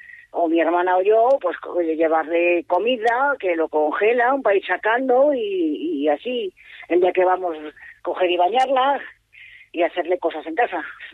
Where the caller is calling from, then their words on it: Santander, Cantabria, Spain; Yo vivo en Santander